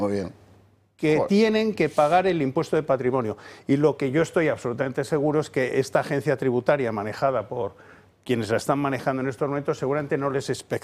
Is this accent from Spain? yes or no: yes; Spain; al igual que nosotros, que somos españoles, que paguen su impuesto de patrimonio.